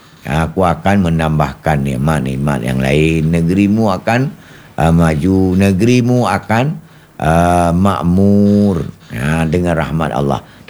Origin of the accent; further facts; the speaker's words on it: Aceh, Indonesia; negeri kita Aceh ini